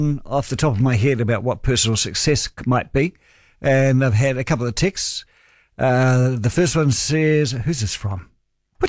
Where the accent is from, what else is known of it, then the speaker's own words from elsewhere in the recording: Scotland, United Kingdom; we're talking about my Scottish heritage. And I went, oh, yeah, I'm from the Shetland Islands, and I've got Spanish in me.